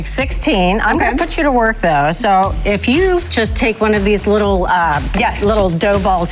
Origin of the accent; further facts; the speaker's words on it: West Virginia, United States; that's my home state.